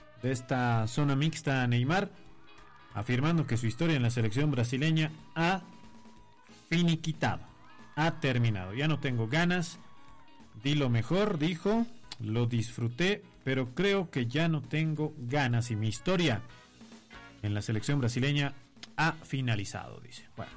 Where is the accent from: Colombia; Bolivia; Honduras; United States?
Bolivia